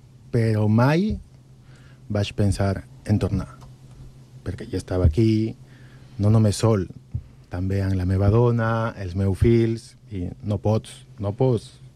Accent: Peru; Catalan is a second language; moved away as an adult; now in Catalonia, Spain

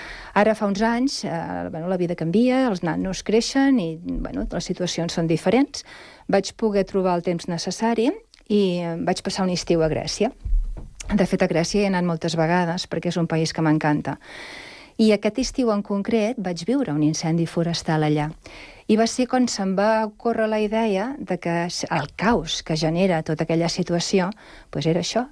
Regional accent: Sabadell, Catalonia, Spain; now in Sant Cugat del Vallès, Spain

